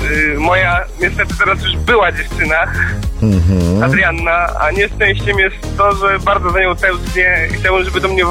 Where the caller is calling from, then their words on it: Subcarpathian Voivodeship, Poland; Ja jestem chłopakiem z Podkarpacia